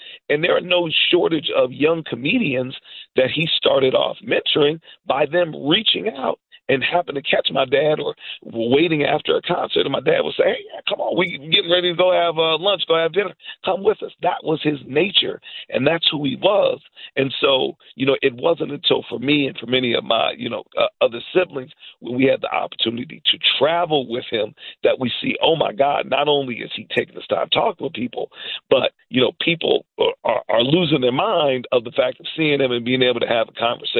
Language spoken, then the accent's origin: English; Plymouth, Massachusetts, United States; also born or lived in Chicago, United States; most of us were born in Chicago, and being the youngest, it was about a month after I was born that we moved all the way from Chicago, Illinois, you know, the city with the largest numbers-wise black population in the country, to Plymouth, Massachusetts.